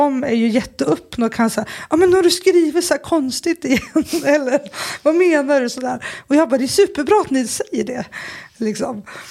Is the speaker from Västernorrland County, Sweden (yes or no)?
yes; Sundsvall, Västernorrland County, Sweden; moved away as an adult; also born or lived in Falun / Ethiopia / Gothenburg; now in Stockholm, Sweden; Jag är uppvuxen i Sundsvall. Och sen läste jag till lärare i Falun och sen började jag jobba i Husby. I slutet på min lärarutbildning bodde jag i Etiopien.